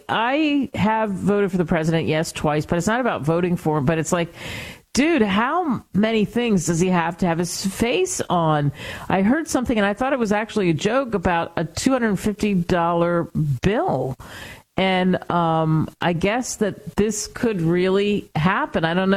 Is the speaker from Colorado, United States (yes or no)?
no; Pennsylvania, United States; I grew up outside the Philly area, but I'm a huge hockey nut.